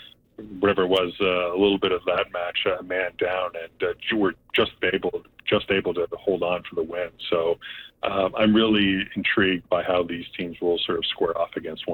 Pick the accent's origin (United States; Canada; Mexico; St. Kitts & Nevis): Canada; Toronto, Ontario; And so to see it, in my hometown of Toronto at a stadium where I've covered a lot of games before, was pretty special.